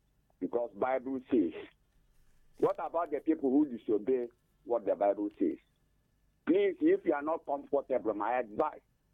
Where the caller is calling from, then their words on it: Isoko, Delta, Nigeria; I'm calling from Isoko, on the local government area of the city.